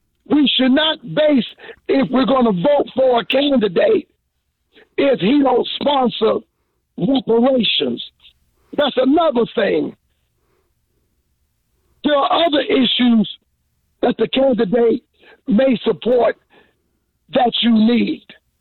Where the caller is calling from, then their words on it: Washington, District of Columbia, United States; I'm calling from Capitol Hill, D.C.